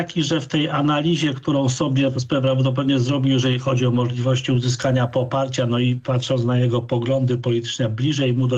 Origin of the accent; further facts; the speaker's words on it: Gdańsk, Pomeranian Voivodeship, Poland; No ja jestem z Gdańska